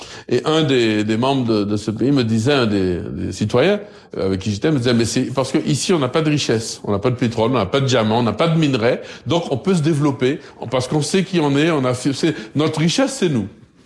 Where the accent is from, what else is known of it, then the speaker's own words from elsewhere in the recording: Martinique; Mais quand je suis en Martinique